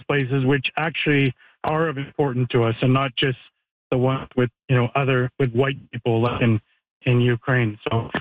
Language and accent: English; Canada; as a Canadian long-term observer and then an OSCE monitor